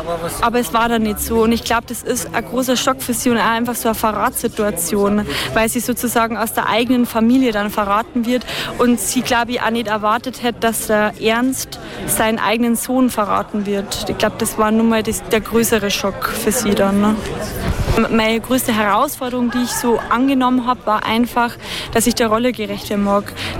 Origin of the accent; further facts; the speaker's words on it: Bavaria, Germany; accent: Bavarian; Also meine Mundart ist ja bayerisch.